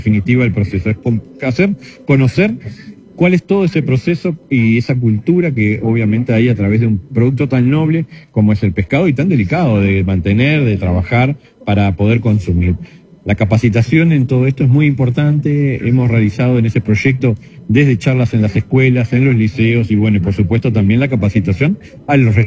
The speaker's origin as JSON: {"language": "Spanish", "country": "Uruguay"}